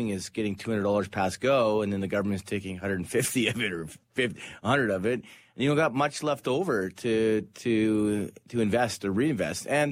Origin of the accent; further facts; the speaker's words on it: Canada; as a Canadian